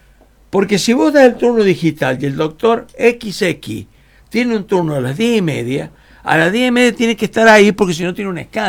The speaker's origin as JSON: {"language": "Spanish", "region": "San Luis", "country": "Argentina", "tie": "born or raised there", "said": "Y yo amo a mi patria, a la Argentina. Y amo a mi patria chica, que es San Luis."}